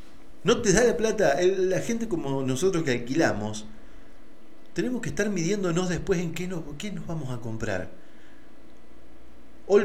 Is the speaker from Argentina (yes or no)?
yes; Argentina; nosotros como argentinos